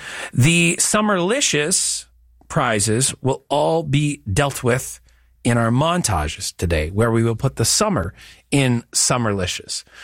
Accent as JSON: {"language": "English", "country": "Canada", "said": "We're all Canadian."}